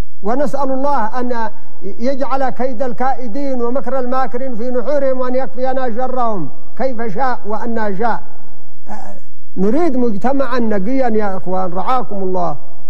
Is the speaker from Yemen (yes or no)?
yes; Yemen; عندنا في اليمن